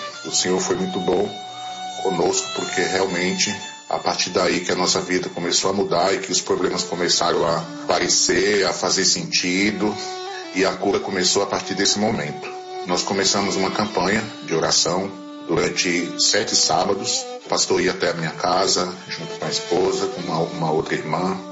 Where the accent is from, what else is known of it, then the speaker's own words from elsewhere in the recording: São Paulo, Brazil; A paz do Senhor … eu sou de São Paulo.